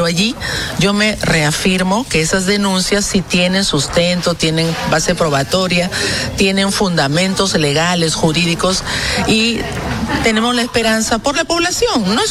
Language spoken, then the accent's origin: Spanish; Peru; soy peruana.